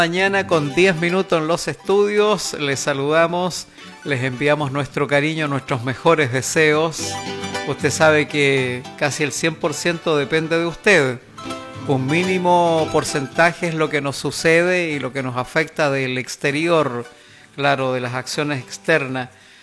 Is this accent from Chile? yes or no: yes; Chile; somos chilenos todo el año.